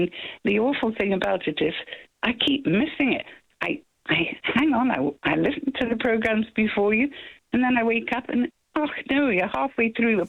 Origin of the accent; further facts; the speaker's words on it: Scotland, United Kingdom; English is a second language; I'm actually Scottish.